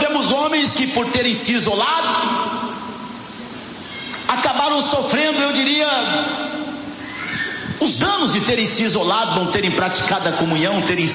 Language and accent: Portuguese; Rio de Janeiro, Brazil; born there; no Rio de Janeiro, é aquela coisa, eu nasci em 1961, eu nasci, tudo é carioca, tiro, nasci.